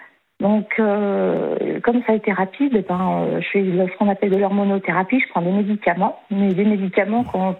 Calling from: Niort, Nouvelle-Aquitaine, France; Je suis sur Niort.

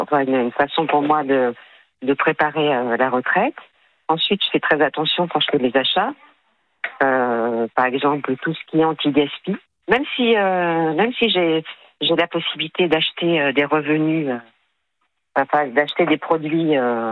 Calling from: Paris, Île-de-France, France; J'ai 61 ans, j'habite à Paris.

